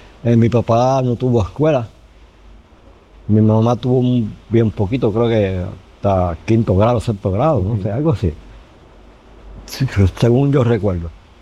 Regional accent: Aguadilla, Puerto Rico; Yo soy de Aguadilla.

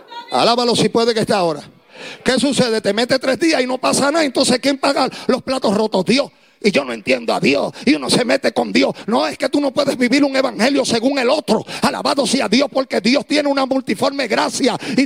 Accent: Puerto Rico; somos más puertorriqueños que cristianos

